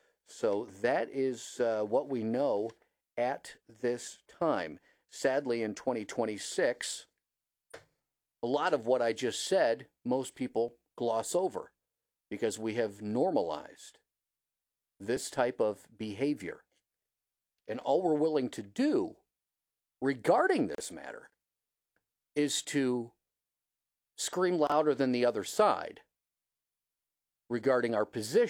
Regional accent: Ohio, United States; now in Northern Nevada, United States; When you're raised, born and raised in Northern Ohio

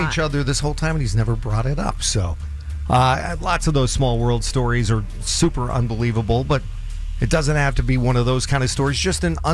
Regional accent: North Dakota, United States; also born or lived in Minnesota; And he knows I'm originally from North Dakota and Minnesota

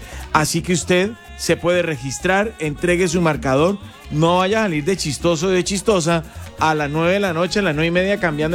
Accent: Colombia; los colombianos somos los mejores

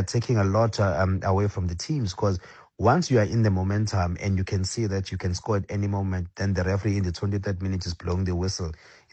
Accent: South Africa; as a South African that loves football

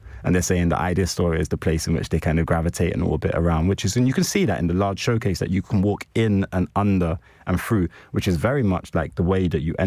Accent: Bethnal Green, London, United Kingdom; You know, I grew up in East London. I grew up in Bethnal Green.

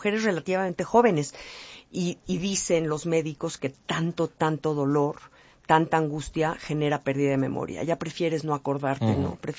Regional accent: Mexico; Me da pena salir a la calle y decir soy mexicana

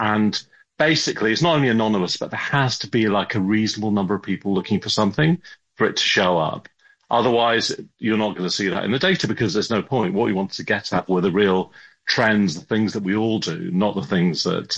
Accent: England, United Kingdom; moved away as an adult; now in San Francisco, United States; I had a very English upbringing, grew up in the middle of the countryside.

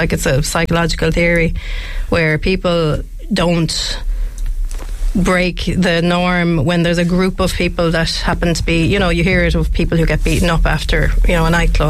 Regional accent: Shannon, County Clare, Ireland; obviously I'm from Shannontown, you know, the retail space there is really, really lacking

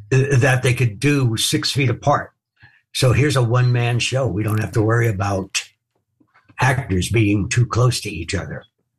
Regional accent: New York, United States; Growing up in New York, I grew up in New York.

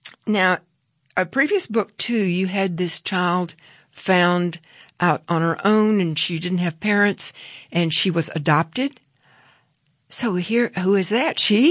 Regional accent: the South, United States; I grew up in the South eating pecan pie

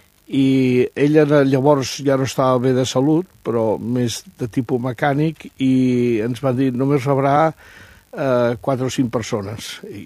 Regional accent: Barcelona, Catalonia, Spain; Som molts barcelonins els que pensem que darrere això s'ha de posar ordre

